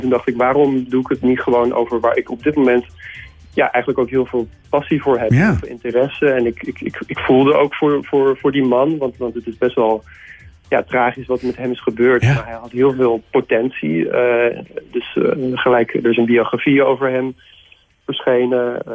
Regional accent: Haarlem, North Holland, Netherlands; born there; Juist ook omdat het inderdaad in Haarlem is, mijn geboortestad.

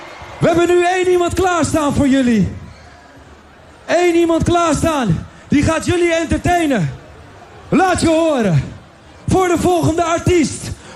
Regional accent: Haarlem, North Holland, Netherlands; Hey, wij komen ook uit Haarlem. Als je uit Haarlem komt, laat je horen.

